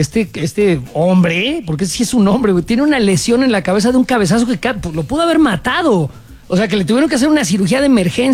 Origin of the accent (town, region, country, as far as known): Mexico